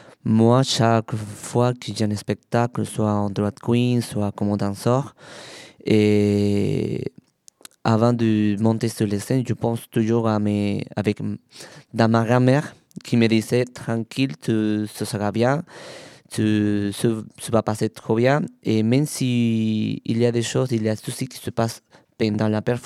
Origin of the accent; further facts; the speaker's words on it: Venezuela; moved away; je viens de Venezuela, c'est mes traditions